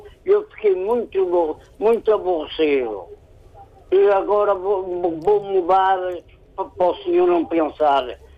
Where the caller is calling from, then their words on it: Porto, Norte, Portugal; Eu sou da cidade do Porto.